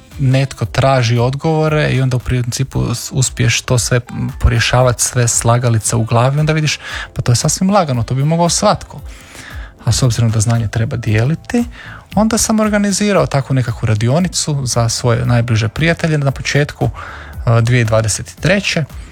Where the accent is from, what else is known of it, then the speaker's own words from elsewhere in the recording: Orebić, Dubrovnik-Neretva County, Croatia; also born or lived in Slovakia; ja sam porijeklom iz Orebića, s Pelješca. Dakle, djetinjstvo sam proveo tamo